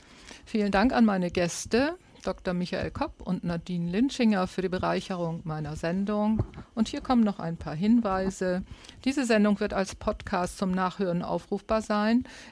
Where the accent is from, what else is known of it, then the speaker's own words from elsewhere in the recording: Northern Germany, Germany; accent: Plattdeutsch; first language Low German; German is a second language; Denn Plattdeutsch ist meine Muttersprache